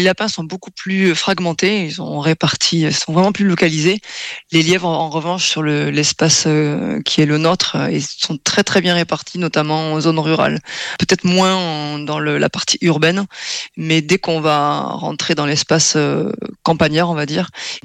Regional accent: Toulouse, Occitanie, France; Chez nous, en Toulouse

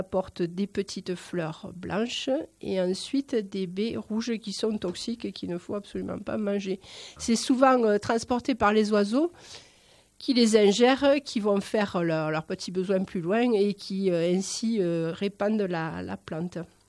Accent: Nîmes, Occitanie, France; born there; moi qui viens du midi, pas du midi moins le quart, je suis née à Nîmes pour tout vous dire.

